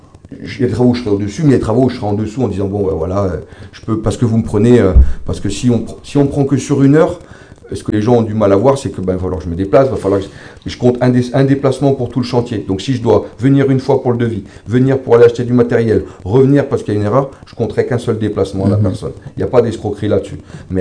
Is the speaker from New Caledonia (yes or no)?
yes; Païta, South Province, New Caledonia; Je viens de Peïta.